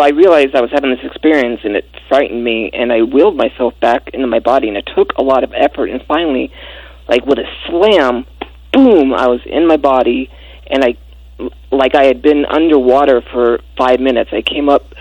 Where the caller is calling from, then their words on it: Apple Valley, California, United States; Apple Valley, California.